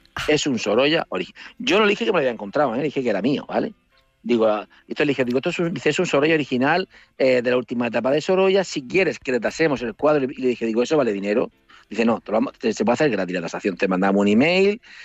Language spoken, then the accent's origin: Spanish; Murcia, Region of Murcia, Spain; mire, me identifico, digo, mire … soy de Murcia y tal